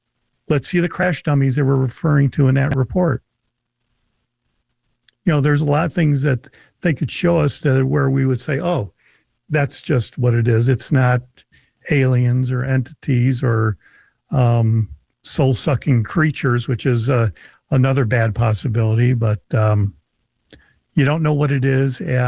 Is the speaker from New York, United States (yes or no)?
no; Illinois, United States; I'm from Illinois.